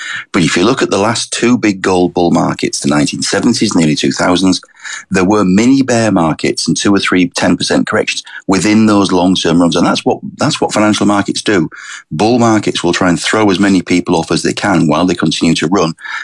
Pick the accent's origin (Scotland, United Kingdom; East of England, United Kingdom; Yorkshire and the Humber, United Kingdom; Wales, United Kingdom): Yorkshire and the Humber, United Kingdom; now in Sussex, United Kingdom; I'm a Yorkshireman living in exile